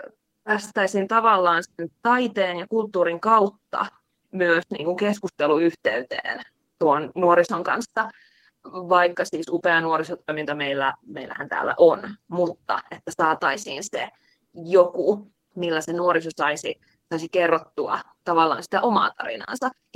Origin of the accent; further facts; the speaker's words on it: Lapinlahti, North Savo, Finland